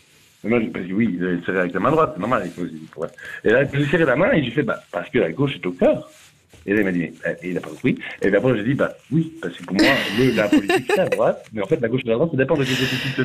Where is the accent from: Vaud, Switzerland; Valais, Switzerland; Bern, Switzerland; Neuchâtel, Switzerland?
Neuchâtel, Switzerland